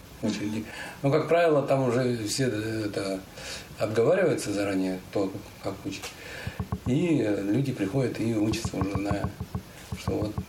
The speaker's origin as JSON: {"language": "Russian", "town": "Yalutorovsk", "region": "Tyumen Oblast", "country": "Russia", "tie": "born or raised there", "said": "Дошкольное мое детство было в Имбаевском детском доме. У меня родители умерли рано, поэтому меня отправили в Имбаевский детский дом. Потом меня переправили в школу, вот. Школу номер 26 раньше она называлась, города Ялуторовска."}